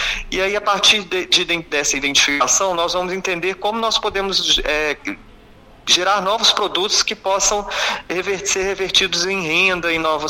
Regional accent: Belo Horizonte, Minas Gerais, Brazil; sou de Belo Horizonte

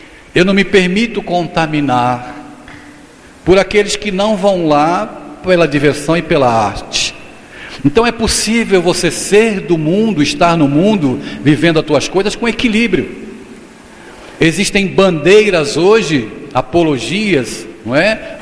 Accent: Brazil; now in Olinda, Brazil; Eu sou de São Paulo, mas estou morando em Olinda lá.

